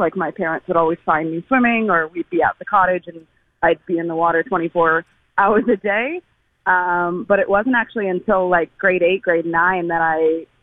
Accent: Caledon, Ontario, Canada; also born or lived in New Zealand; I grew up in a town called Caledon, which is like an hour north of Toronto.

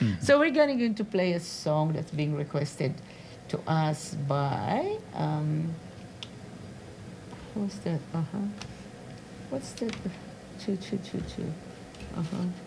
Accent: Philippines; now in Australia; I still retain as a Filipino.

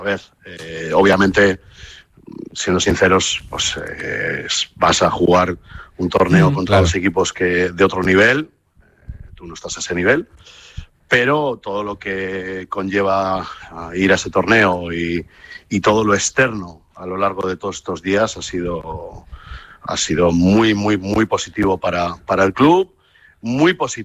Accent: Spain; Obviamente, como español que era, que soy, yo prefería que hubiese ganado el Lolo Sainz

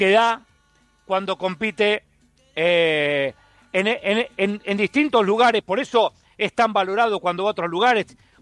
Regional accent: Argentina; nos identifica como periodista argentino

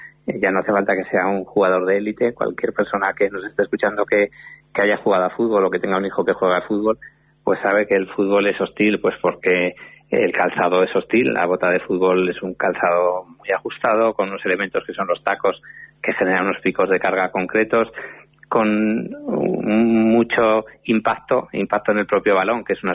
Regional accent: Huesca, Aragon, Spain; yo soy de Huesca, o sea que somos vecinos

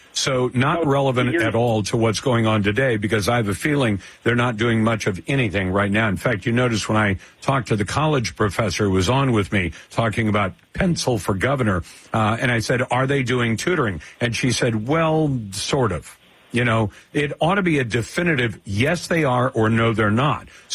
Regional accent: Washington, United States; born there; I'll give my home state, Washington State, as an example.

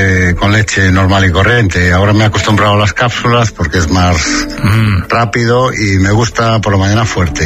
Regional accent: Galicia, Spain; Sí, yo soy de la Mañía de Lugo, que es lo más gallego que se puede ser.

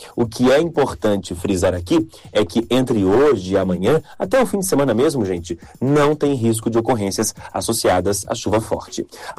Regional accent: Itajaí, Santa Catarina, Brazil; now in Florianópolis, Brazil; destacando minha terrinha, Itajaí

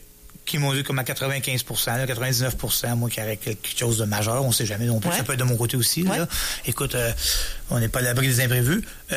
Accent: La Tuque, Quebec, Canada; C'est sûr que c'est dans mon patelin

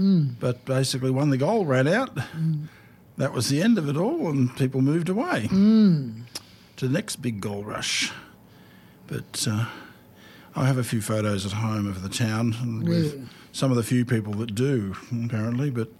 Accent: Bendigo, Victoria, Australia; And I can say I'm from Bendigo, but I've also got a great-great-grandfather that fought at Eureka.

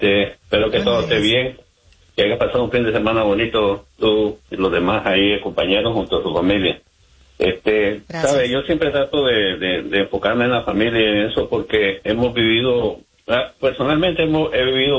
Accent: Nicaragua; hemos vivido una guerra fratricida de más de 50,000 muertos en Centroamérica, en mi país, que es Nicaragua

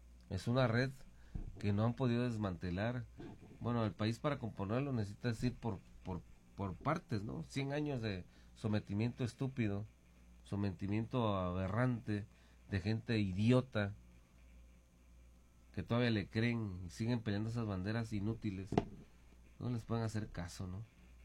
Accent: Mexico

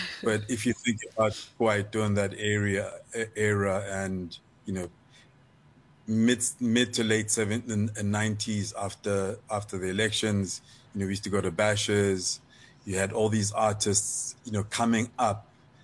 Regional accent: Lesotho; growing up in Lesotho in a particular time

